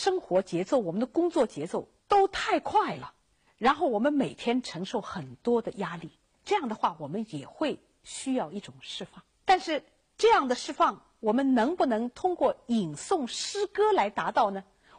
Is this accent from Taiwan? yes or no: no; Shanghai, China; 那我们上海人说这话